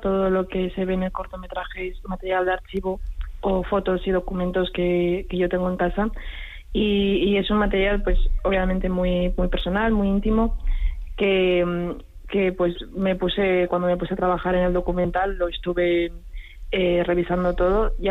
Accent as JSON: {"language": "Spanish", "town": "Barakaldo", "region": "Basque Country", "country": "Spain", "tie": "born or raised there", "said": "es verdad que gran parte de mi vida la he hecho de lo que es Baracaldo en el centro, entonces, pues bueno, no soy tanto de Gurutzeta"}